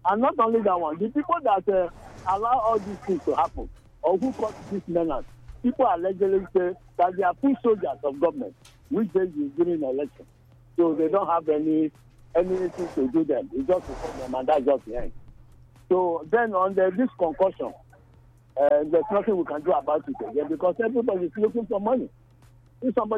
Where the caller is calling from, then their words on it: Benin City, Edo, Nigeria; I'm calling from Mission Road Market.